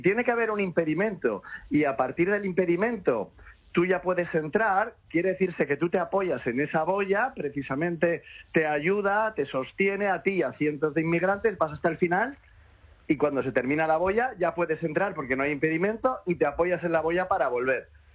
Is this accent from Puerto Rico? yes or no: no; Spain; yo estoy en mi país